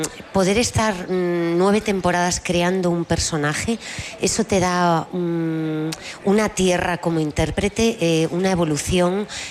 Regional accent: Galicia, Spain; Y yo como gallega, yo interpreto a Elvira

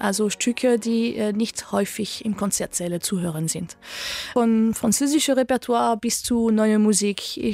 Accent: Chartres, Centre-Val de Loire, France; Ich bin in Chartres, in der Nähe von Paris, aufgewachsen und habe sehr, sehr viel Zeit in dieser schönen Kathedrale verbracht.

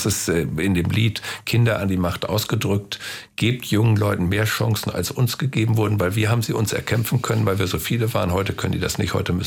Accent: Osnabrück, Lower Saxony, Germany; Das hat mir schon sehr gut getan, dass meine Heimatstadt Osnabrück mich zum Ehrenbürger gemacht hat.

